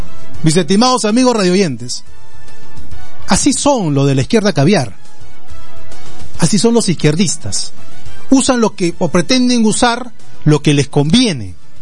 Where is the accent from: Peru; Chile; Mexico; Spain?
Peru; la nación somos todos los peruanos.